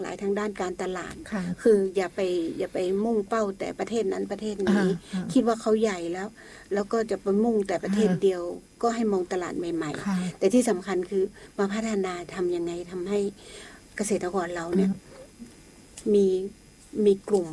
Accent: Lamphun, Thailand; พี่เป็นคนลำพูน

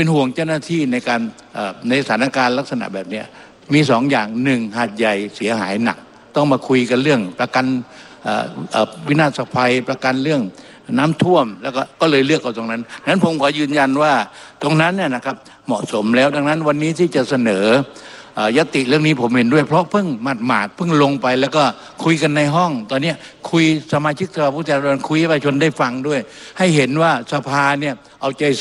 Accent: Songkhla, Thailand; ผมเป็นคนสงขลา

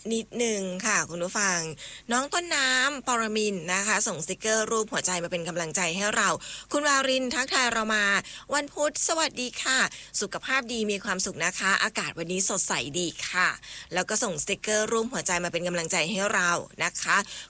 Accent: Chiang Mai, Thailand; เป็นคนเชียงใหม่เนี่ยนะเจ้าแต่ว่าภาษาเมืองอาจจะบ่ค่อยแข็งแรงสักเท่าใดเจ้า

